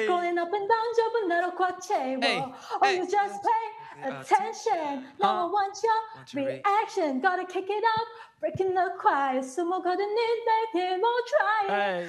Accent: Malaysia; I'm from Malaysia.

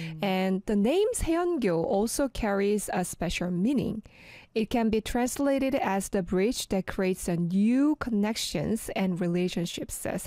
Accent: Jeju, South Korea; growing up in Jeju is a privilege.

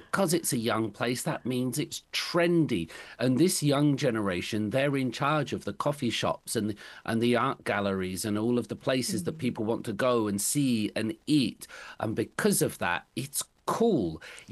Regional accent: United Kingdom; now in South Korea; as a British man.

